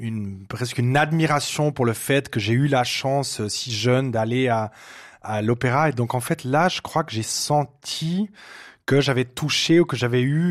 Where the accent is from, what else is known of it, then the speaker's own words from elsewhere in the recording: Fribourg, Switzerland; ce qu'il faut savoir, c'est qu'à Fribourg, on parle pas très très bien.